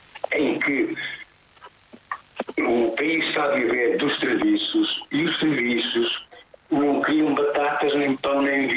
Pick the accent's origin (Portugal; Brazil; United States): Portugal; Norte; moved away; Eu sou transmontano e dói-me muito, passar por lá, muitas vezes pela minha aldeia